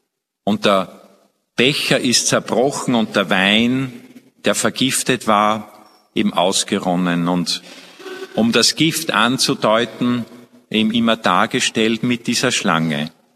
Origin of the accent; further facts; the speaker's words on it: Austria; bei uns in Österreich so viel geschenkt ist, auch bei uns hier in unserer Region